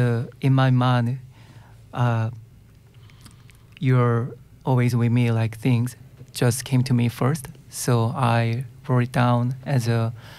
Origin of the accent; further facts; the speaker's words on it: South Korea; first language Korean; English is a second language; moved away as an adult; My English is not fluent as my Korean.